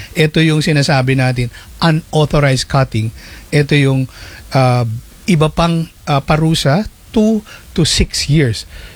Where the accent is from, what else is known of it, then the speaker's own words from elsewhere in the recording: Marikina, Metro Manila, Philippines; Taga-Marikina